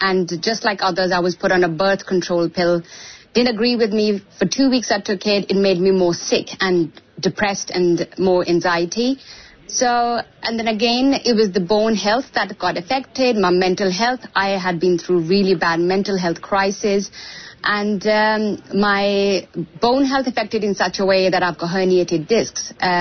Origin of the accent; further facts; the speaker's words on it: India; So I was born and raised in India, and I'm 45.